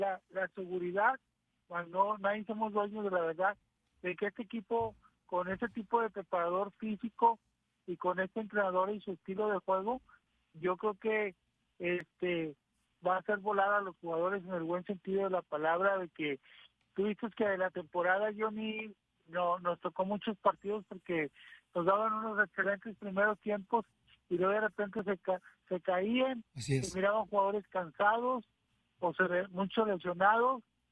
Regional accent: Monterrey, Nuevo León, Mexico; yo como aficionado regio

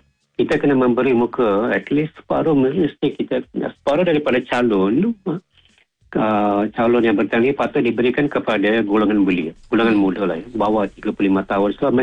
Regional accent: Kluang, Johor, Malaysia; Tidak jauh daripada kampung saya di Keluang, jiran. Saya orang Keluang kan.

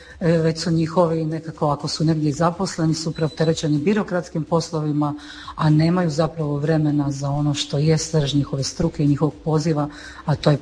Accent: Split, Split-Dalmatia County, Croatia; evo iz Splita sam pa je to lokacija gdje mi šetamo i penjemo se kad imamo snage

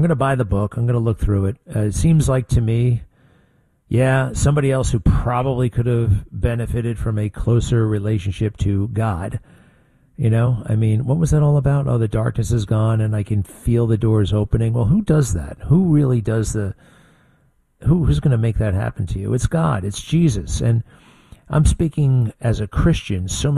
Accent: Garden City, New York, United States; President Trump was in Garden City on Long Island, my hometown.

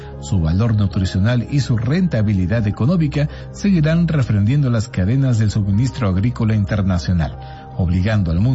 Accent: Mexico

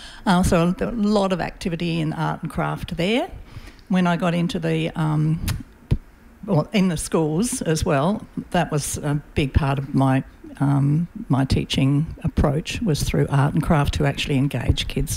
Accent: Adelaide, South Australia, Australia; Yeah, I came from Adelaide. We lived in the Adelaide Hills, so it was a cultural and physical shock coming from a green place to a very dry, arid town

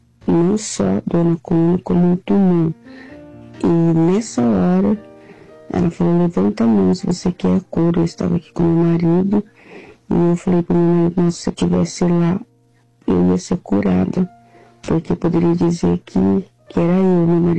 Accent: Mogi Guaçu, São Paulo, Brazil; sou daqui de Mogi Guaçu

